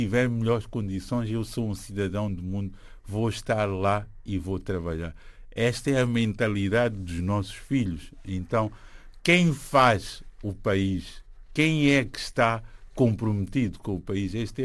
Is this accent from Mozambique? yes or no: yes; Mozambique